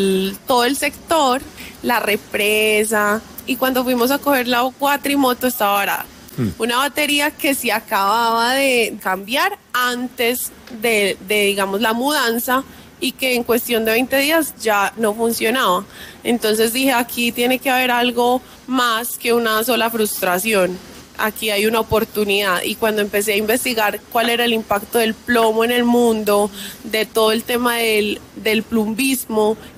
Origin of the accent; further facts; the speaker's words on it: Medellín, Antioquia, Colombia; moved away as an adult; now in La Calera, Colombia; Soy de Medellín. Uh-huh. Y me vine a vivir a Bogotá el año pasado, vivo en La Calera y vivo cerca del páramo de Chingaza